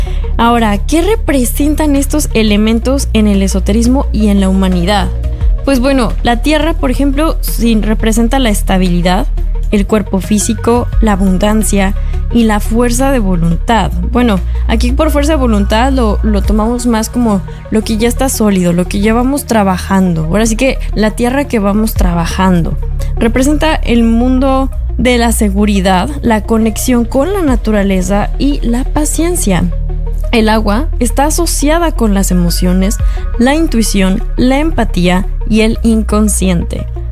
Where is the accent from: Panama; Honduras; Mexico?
Mexico; yo soy periodista de México